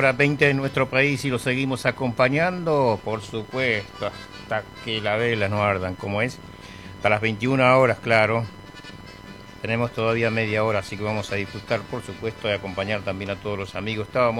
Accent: Presidencia de la Plaza, Chaco, Argentina; moved away; También saludo a toda mi gente de Presidencia de la Plaza, a mi pueblo en Presidencia de la Plaza, Chaco

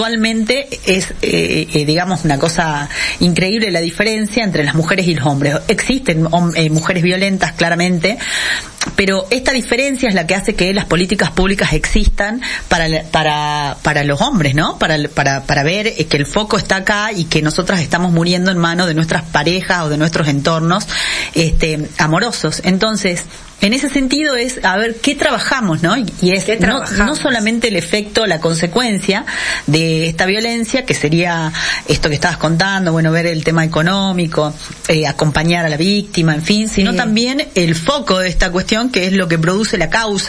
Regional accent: Animaná, Salta, Argentina; yo soy de los Valles Cachaquíes

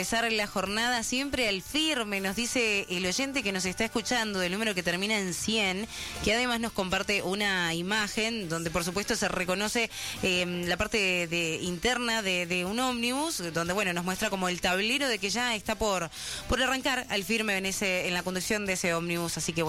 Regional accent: Montevideo, Uruguay; Yo por lo menos soy de Montevideo.

